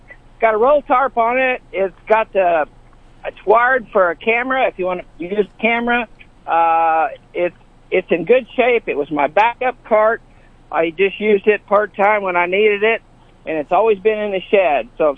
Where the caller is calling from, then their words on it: Carrollton, Missouri, United States; about 4 miles north of Carrollton